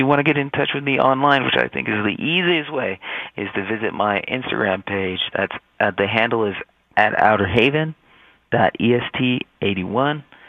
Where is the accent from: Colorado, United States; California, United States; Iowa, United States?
Colorado, United States; Denver; even as a young, you know, guy growing up in Montbello